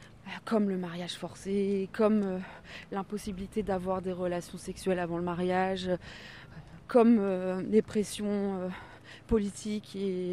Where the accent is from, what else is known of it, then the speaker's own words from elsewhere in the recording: Brittany, France; now in Quimper, France; Alors, j'ai grandi dans le golfe du Morbihan, voilà, dans un lieu baigné de lumière et de douceur. J'ai eu une enfance douce, vraiment. Tranquille, une enfance dans la nature, une enfance au bord de la mer.